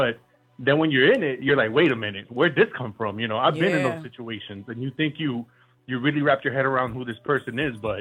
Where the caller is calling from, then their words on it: Miami, Florida, United States; How's it going, Breakfast Club? Good morning. I'm calling from Miami, Florida.